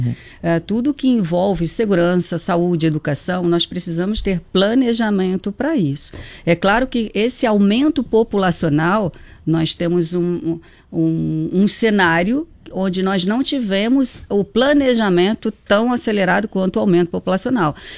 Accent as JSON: {"language": "Portuguese", "region": "Rio de Janeiro", "country": "Brazil", "tie": "born or raised there", "moved": "as an adult", "lives_now": "Chapecó, Brazil", "said": "Eu sou natural do Rio de Janeiro, né? E sou médica de família e comunidade aqui em Chapecó desde 2007."}